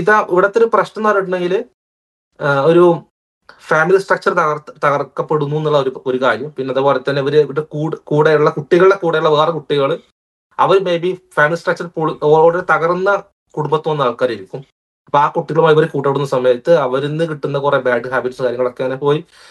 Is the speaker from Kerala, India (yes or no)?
yes; Kerala, India; born there; moved away; നമ്മളെ നാട്ടില് ഞാൻ ചെറുപ്പത്തില് ഭിക്ഷക്കാരെ കണ്ടിട്ടുണ്ട്, സത്യം പറയാം, ഭിക്ഷക്കാരെ ചെറുപ്പത്തിൽ കണ്ടിട്ടുണ്ട്, മലയാളികളെ.